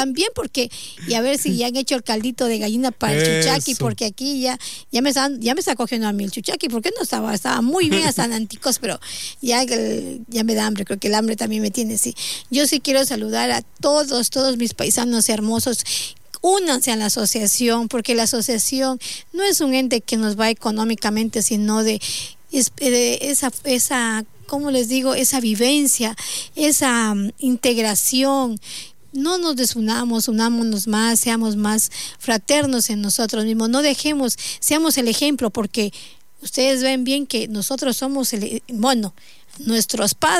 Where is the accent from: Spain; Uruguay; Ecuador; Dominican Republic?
Ecuador; Loja; Nosotros no somos socios, somos lojanos